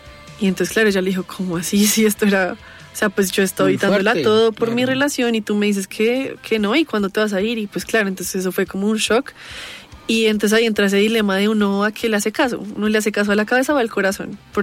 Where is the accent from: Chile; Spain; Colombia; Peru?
Colombia; yo siendo colombiana, siento que como que mi sangre no me permite tampoco restringirme a una sola cosa.